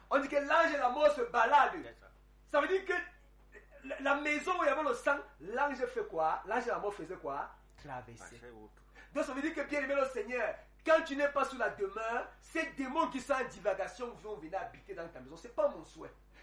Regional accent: Cameroon; Quand on regarde la société aujourd'hui et que je suis Camerounais, j'ai mal.

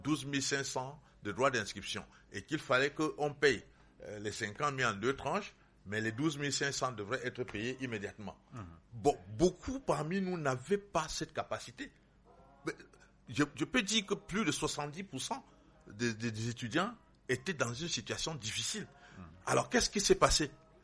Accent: Bangourain, West, Cameroon; also born or lived in Foumban; Moi je suis de Bangourin et de Fumbal.

